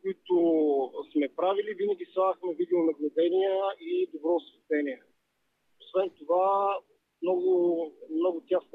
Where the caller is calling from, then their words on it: Plovdiv, Plovdiv Province, Bulgaria; Аз съм от Пловдив